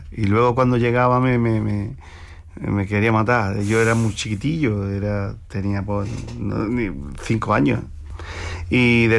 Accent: Jerez de la Frontera, Andalusia, Spain; Estuvimos todos los guitarristas que somos de Jerez

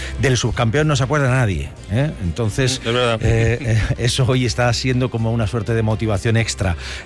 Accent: Region of Murcia, Spain; Hola, Lucas. Ay, qué feliz suenas, ¿eh?, cuando estás en mi tierra.

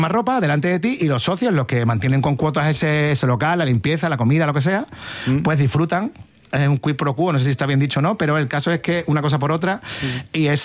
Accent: Jerez de la Frontera, Andalusia, Spain; No, y dice, ¿tú de dónde eres, niño? Y digo, yo soy de Jerez.

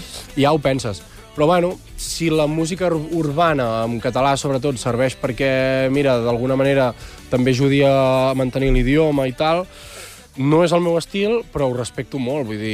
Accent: Navàs, Catalonia, Spain; Soc de Navàs, que és al costat de... Bueno, està al costat de Santpedor també i de Manresa, està per allà a la zona.

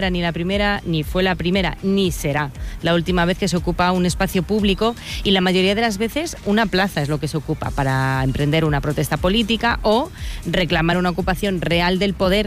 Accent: Ferrol, Galicia, Spain; yo soy gallega

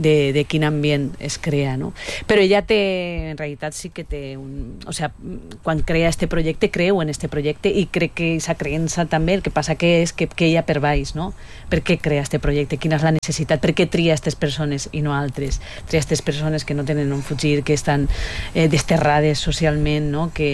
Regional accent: Valencia, Valencian Community, Spain; jo sóc de València capital

